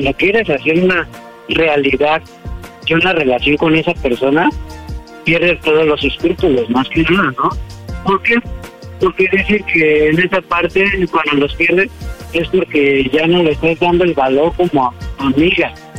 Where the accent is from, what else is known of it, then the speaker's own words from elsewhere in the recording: Oaxaca, Mexico; Tengo 31 años y soy de Oaxaca.